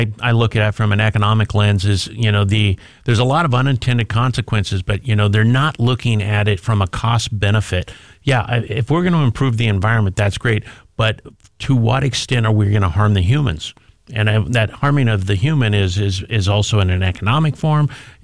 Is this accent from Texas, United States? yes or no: no; Yakima, Washington, United States; I grew up in Yakima, and apples and hops.